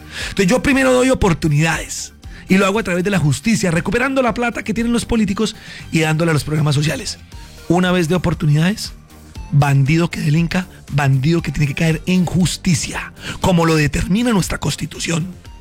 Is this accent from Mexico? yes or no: no; Girón, Santander, Colombia; El calorcito de Cúcuta me recuerda a mi tierra, Girón, Santander, en donde Girón. Me crié de niño